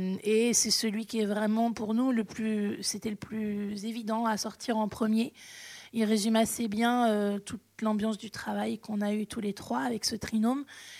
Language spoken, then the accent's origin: French; Poitiers, Nouvelle-Aquitaine, France; puisque nous, on vient de Poitiers.